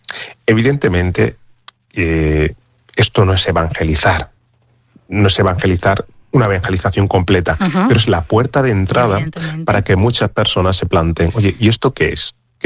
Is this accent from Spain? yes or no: yes; Spain; somos los españoles